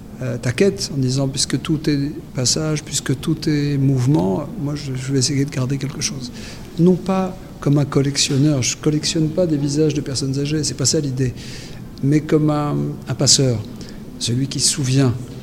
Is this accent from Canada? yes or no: no; France; born there; je viens d'une famille grecque du centre du pays avec des parents immigrés qui ont fait que je suis né en France.